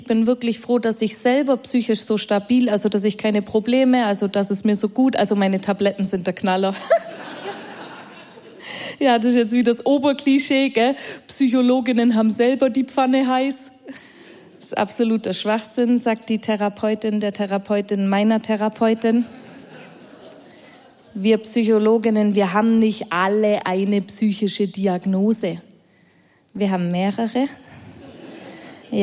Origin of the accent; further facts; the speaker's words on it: Bavaria, Germany; ich komme aus Bayern, also aus dem schwäbischen Teil Bayerns.